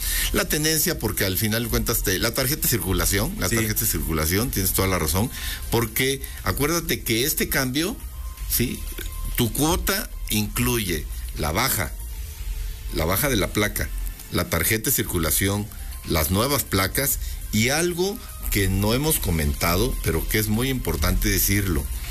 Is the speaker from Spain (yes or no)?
no; Mexico